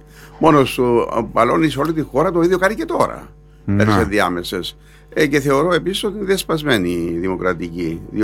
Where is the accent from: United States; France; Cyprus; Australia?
Cyprus; είμαι από την Κύπρο που είναι κατεχόμενη πατρίδα.